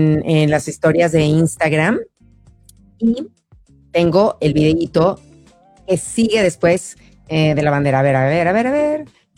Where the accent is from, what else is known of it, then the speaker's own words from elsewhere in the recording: Mexico; lo digo muy orgullosa y como buena mexicana